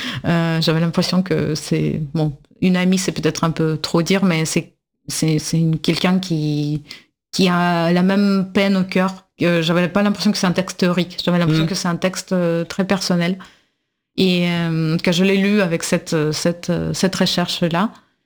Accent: Russia; French is a second language; Et en tant que russe, je pense que oui

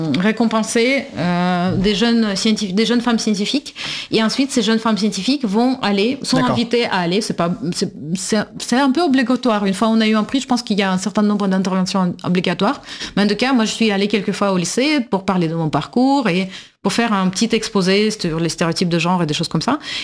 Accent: Russia; je suis pas géorgienne, mais je suis russe

